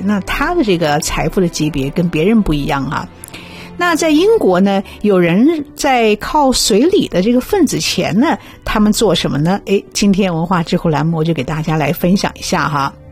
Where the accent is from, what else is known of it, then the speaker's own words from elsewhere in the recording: China; 我们中国人呢去参加婚宴哈